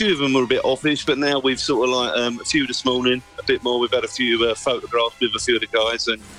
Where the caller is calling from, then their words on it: Jersey; we're from Jersey in the Channel Islands. And we've been out here for 31 days now.